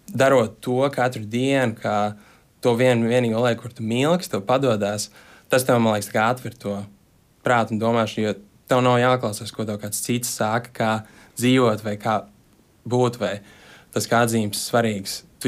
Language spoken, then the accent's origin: Latvian; Riga, Latvia; moved away as an adult; now in Zurich, Switzerland; man Latvija, mans mājas, tas ir no kurienes es nāku, un es vienmēr šiem braucu atpakaļ, mēs abi ar sievas no šeienes, no Rīgas.